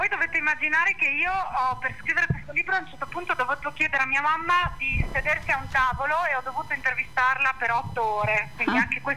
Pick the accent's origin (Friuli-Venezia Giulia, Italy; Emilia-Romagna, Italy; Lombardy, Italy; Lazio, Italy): Friuli-Venezia Giulia, Italy; Gemona del Friuli; dall'essere nata e cresciuta a Gemona del Friuli.